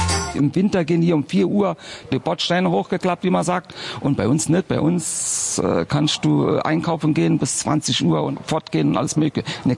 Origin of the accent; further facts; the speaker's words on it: Saarland, Germany; born there; also born or lived in Sicily; weil ich bin schon zu eingedeutscht, zu saarländisch.